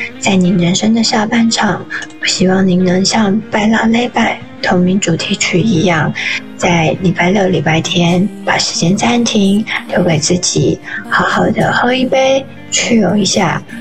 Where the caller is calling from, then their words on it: Tainan, Taiwan; 我是来自台南的